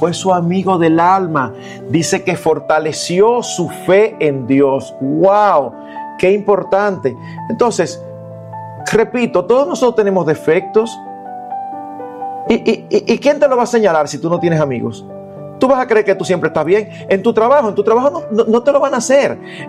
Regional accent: Santo Domingo, Distrito Nacional, Dominican Republic; Eduardo, tú y yo crecimos aquí en Santo Domingo.

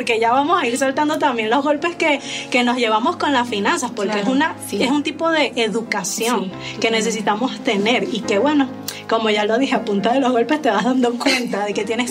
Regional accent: Venezuela; moved away as an adult; now in Mexico

